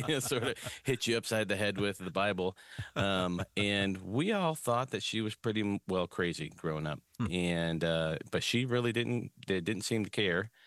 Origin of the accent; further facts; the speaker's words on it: Illinois, United States; I grew up in the Chicago suburbs